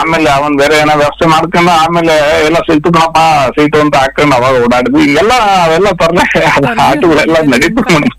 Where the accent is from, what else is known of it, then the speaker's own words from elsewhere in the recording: Dummenahalli, Karnataka, India; ನಮ್ಮ ಊರಿಂದ ದುಮ್ಮೇನಹಳ್ಳಿಯಿಂದ